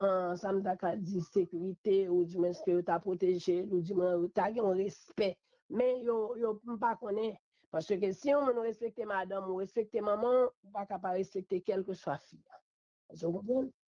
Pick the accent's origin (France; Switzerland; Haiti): Haiti; Et je ne pas croire que c'est seul président ici, en tant que haïtien seulement, que nous gagnons.